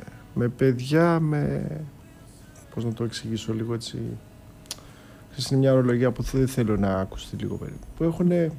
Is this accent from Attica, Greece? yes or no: no; Crete, Greece; Επειδή είμαστε και πατριώτες από την Κρήτη